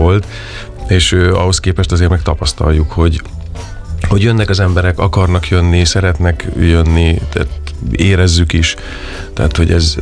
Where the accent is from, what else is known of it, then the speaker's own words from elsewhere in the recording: Debrecen, Hajdú-Bihar, Hungary; Nem, én debreceni vagyok, debreceni de én vagy. A főiskola után mentem a színművészeti után Szegedre.